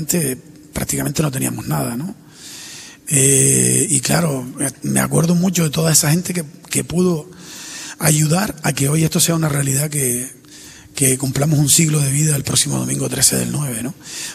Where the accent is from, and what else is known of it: Canary Islands, Spain